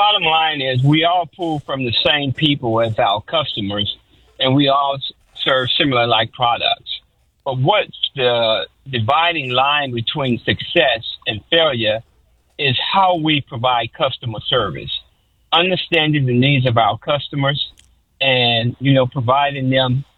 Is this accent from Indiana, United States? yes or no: no; Chicago, Illinois, United States; moved away; Well, I hail from the Robert Taylor Project, which was the most crime-ridden project in the United States of America.